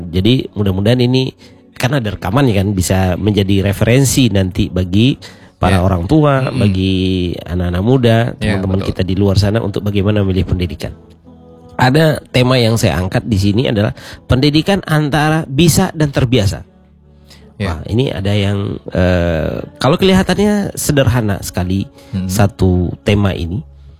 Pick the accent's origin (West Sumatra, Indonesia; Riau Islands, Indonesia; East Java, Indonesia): West Sumatra, Indonesia; born there; Saya dulu sekolah ke satu tempat di daerah di Padang Panjang. Oh, dingin. Daerah Gunung Merapi.